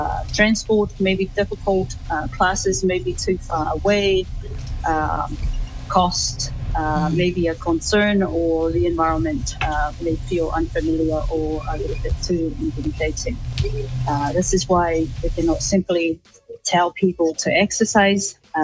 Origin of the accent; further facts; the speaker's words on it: Tonga; moved away; I am Tongan, a wife and a mother of three daughters. I grew up in Tonga, where I was raised by my grandmother.